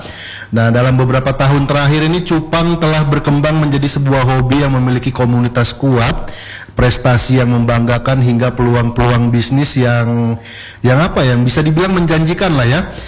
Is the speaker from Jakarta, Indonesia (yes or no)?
yes; Jakarta, Indonesia; moved away; saya lahir besar di Jakarta dulu.